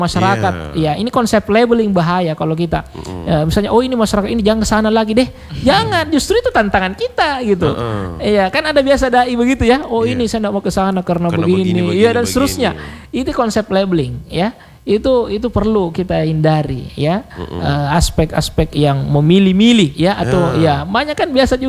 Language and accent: Indonesian; South Sulawesi, Indonesia; Apalagi kan kita orang Bugis Makassar atau Sulawesi Selatan ini terjaga dengan yang tadi saya katakan